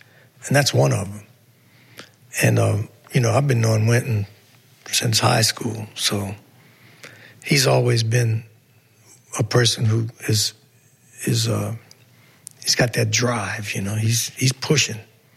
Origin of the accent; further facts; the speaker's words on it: New Orleans, Louisiana, United States; I said, I'm from New Orleans. That's how I know that.